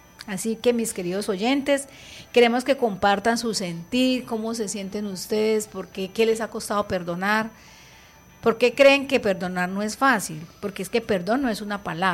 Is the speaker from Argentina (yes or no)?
no; Colombia; Como colombianos, estamos viviendo una etapa un poquito complicada, ¿no? Por nuestro país.